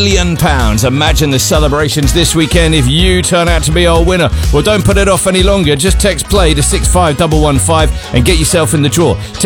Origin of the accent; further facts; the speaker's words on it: Wales, United Kingdom; I can do that because I'm from Wales.